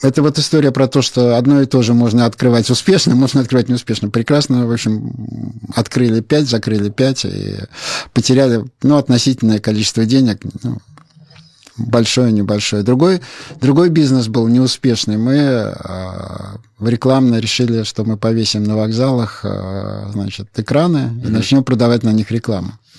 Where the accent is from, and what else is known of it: Saint Petersburg, Russia; now in Moscow, Russia